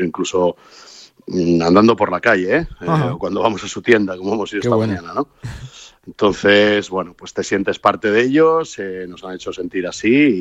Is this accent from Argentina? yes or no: no; Spain; Obviamente, como español que era, que soy